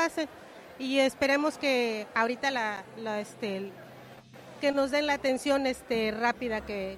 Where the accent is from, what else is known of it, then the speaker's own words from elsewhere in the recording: Poza Rica, Veracruz, Mexico; born there; Yo soy una costarricense nacida aquí y eso es lo que todos anhelamos, que Poza Rica se vea bonita.